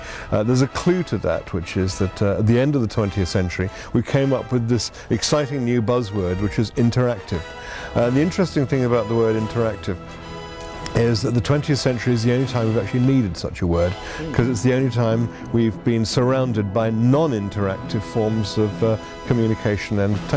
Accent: United Kingdom; I'm British

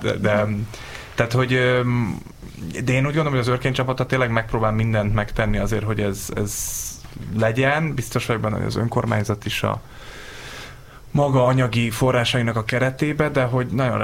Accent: Szeged, Csongrád-Csanád, Hungary; De én meg szegedi vagyok

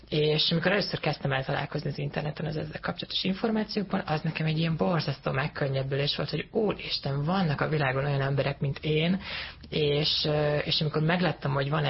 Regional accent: Hungary; Én ugye transznemű fiatalként nőttem fel Magyarországban, egy vidéki kis faluban

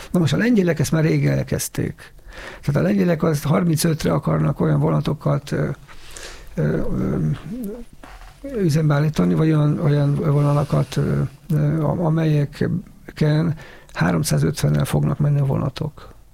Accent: Zalaegerszeg, Zala, Hungary; amit én ismerek, mert zalaegerszegi vagyok

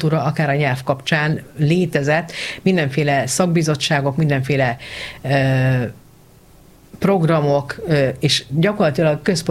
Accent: Hungary

